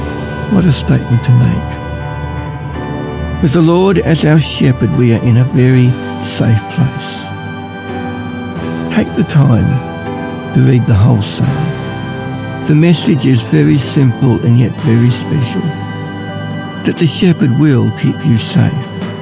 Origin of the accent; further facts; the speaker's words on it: Ballarat, Victoria, Australia; I'm from Ballarat.